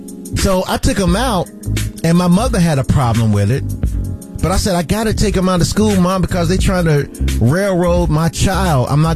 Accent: Goldsboro, North Carolina, United States; moved away; when I was in my hometown of Goldsboro

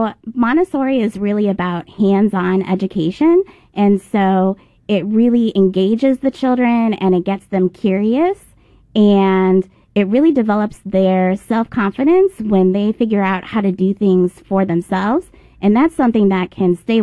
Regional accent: St. Paul, Minnesota, United States; Yeah, I grew up on the east side of St. Paul, went to Johnson High School

